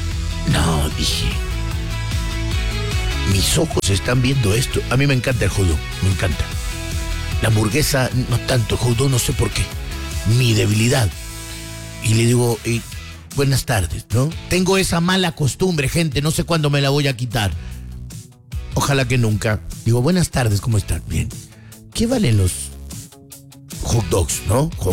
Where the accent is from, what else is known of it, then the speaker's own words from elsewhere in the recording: Guatemala City, Guatemala Department, Guatemala; vivimos muy cerca, crecimos allí en Caminal Juyú, ahí crecimos y nos conocemos los atajos, nos conocemos las calles